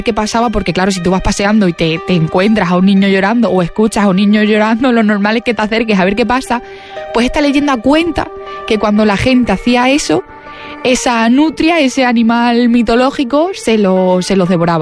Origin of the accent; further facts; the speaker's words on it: Extremadura, Spain; como extremeños sabemos dónde está.